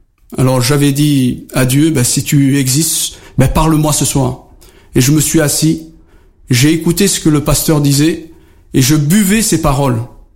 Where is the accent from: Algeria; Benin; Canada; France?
Algeria; depuis que j'ai donné ma vie à Jésus-Christ, je suis toujours un arabe, j'aime toujours mes compatriotes, et que je suis algérien, et que je le resterai jusqu'à la fin de mes jours, et j'en suis fier.